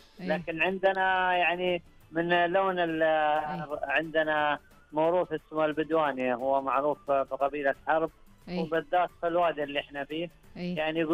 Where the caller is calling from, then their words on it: Medina Province, Saudi Arabia; أكلمكم من رايح المدينة المنورة.